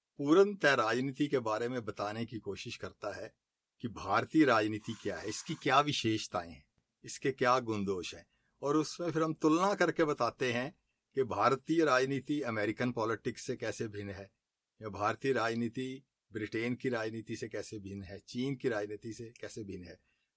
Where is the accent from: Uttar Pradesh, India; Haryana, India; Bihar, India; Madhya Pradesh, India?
Haryana, India; Ambala; also born or lived in Amritsar / Delhi / Solan; मेरा जन्म 1954 में अमृतसर में हुआ, लेकिन मेरा पालन पोषण और शिक्षा अधिकांशतः अंबाले में हुई। कुछ समय दिल्ली में भी स्कूलिंग की शिक्षा ली, और हिमाचल प्रदेश के सोलन में भी, लेकिन मैट्रिक बीए एमए मैंने सब अंबाला से ही की।